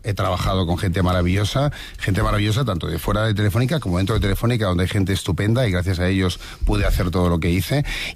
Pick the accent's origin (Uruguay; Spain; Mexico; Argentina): Spain; Seville, Andalusia; now in Madrid, Spain